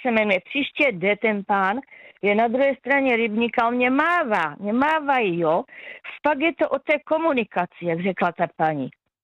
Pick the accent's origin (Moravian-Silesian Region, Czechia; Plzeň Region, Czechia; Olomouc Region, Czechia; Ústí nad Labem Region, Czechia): Olomouc Region, Czechia; Olomouc; Ano, já jsem rodačka z Olomouce. Jsem se narodila v Olomouci, žila tam plno let, já nevím, přes 32 let